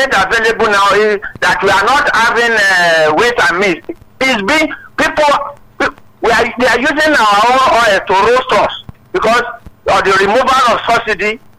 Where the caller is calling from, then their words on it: Osun, Nigeria; I'm from Ocean State.